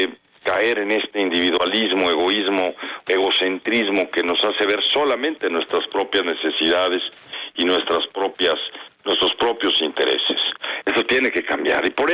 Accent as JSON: {"language": "Spanish", "country": "Mexico"}